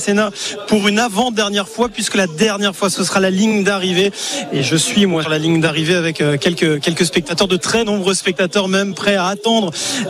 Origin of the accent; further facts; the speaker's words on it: Nice, Provence-Alpes-Côte d'Azur, France; Ouais, je suis de Nice, effectivement